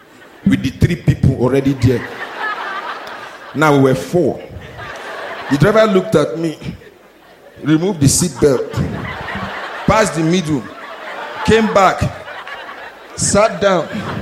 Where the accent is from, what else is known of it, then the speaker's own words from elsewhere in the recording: Nigeria; I thought about, I'm Nigerian. We, you guys know.